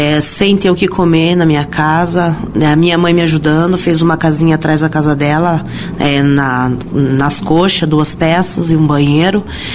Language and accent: Portuguese; Mandirituba, Paraná, Brazil; sou de Mandirituba.